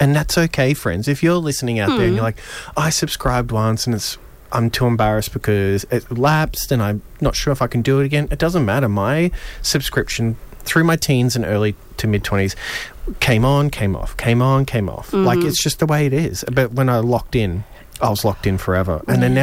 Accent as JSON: {"language": "English", "town": "Logan", "region": "Queensland", "country": "Australia", "tie": "born or raised there", "said": "I grew up in Logan"}